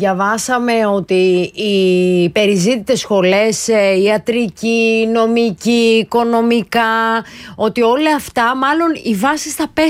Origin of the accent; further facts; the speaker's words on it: Thessaloniki, Central Macedonia, Greece; Εγώ είμαι από τη Θεσσαλονίκη, ενώ τη μεγάλωσα εκεί, σπούδασα εκεί.